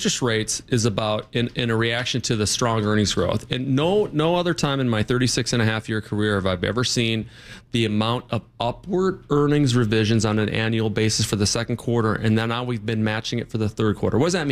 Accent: Minnesota, United States; I was born and raised in Minnesota.

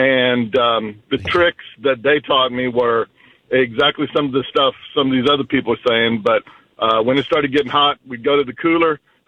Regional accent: Texas, United States; I grew up in Central Texas, about halfway between San Antonio and Houston.

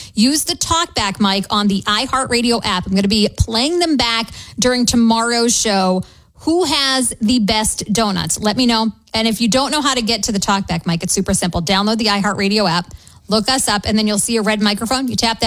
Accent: Massachusetts, United States; moved away; I grew up in Massachusetts, where Dunkin' is from.

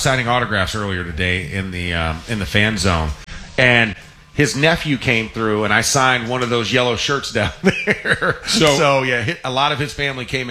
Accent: Florida, United States; I'm from Florida. I went to University of Florida. Florida State was another school that I looked at.

